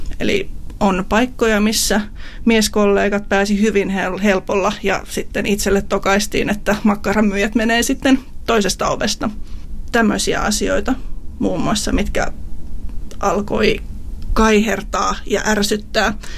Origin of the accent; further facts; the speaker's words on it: Hamina, Kymenlaakso, Finland; moved away as an adult; also born or lived in Kotka; Sellainen viaton 21-vuotias metsätalousinsinööriopiskelija. Asuin silloin Kotkassa, olin muuttanut Haminasta kotikaupungistani sinne.